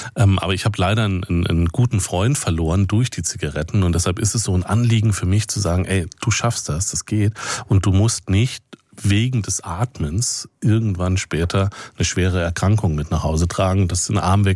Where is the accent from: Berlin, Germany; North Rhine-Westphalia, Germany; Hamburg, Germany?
Berlin, Germany; ich komme ja aus Berlin